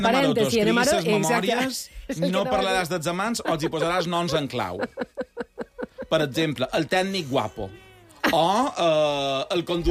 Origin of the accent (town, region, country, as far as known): Mallorca, Balearic Islands, Spain